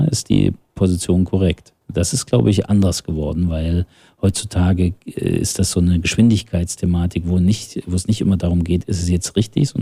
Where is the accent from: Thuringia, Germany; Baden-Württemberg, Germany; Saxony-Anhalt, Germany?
Thuringia, Germany; dass wir als Thüringer schon immer darauf angewiesen waren, dass Menschen zu uns gekommen sind, dass die uns weitergebracht haben.